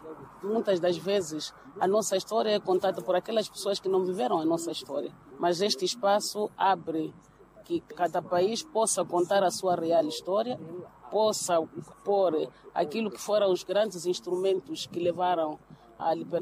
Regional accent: Mozambique; Como moçambicanos, acreditamos que, através do nosso governo, poderemos participar ativamente

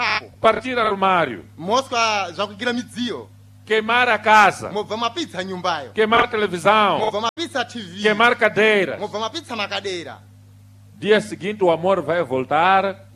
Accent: Mozambique; como moçambicanos, somos um povo de paz.

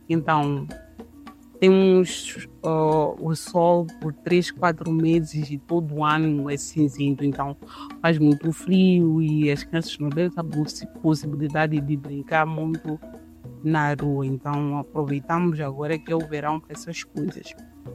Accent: Mozambique; now in France; Então, quando digo sou de Moçambique, dizem Moçambique, onde que é?

